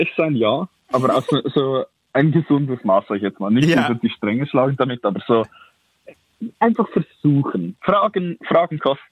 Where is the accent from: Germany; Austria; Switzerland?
Switzerland; Lucerne